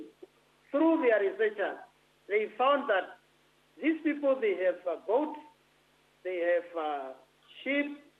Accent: Central Namibia, Namibia

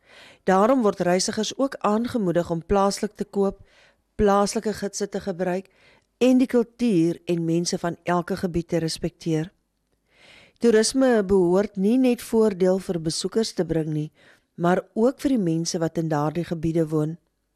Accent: Namibia; En vir ons as Namibiërs is dit 'n herinnering aan hoe ongelooflik bevoorreg ons is om in so 'n mooi land te leef.

